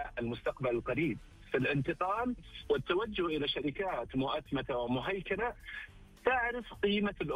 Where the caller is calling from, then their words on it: Riyadh, Riyadh Province, Saudi Arabia; من الرياض الله يسلمك.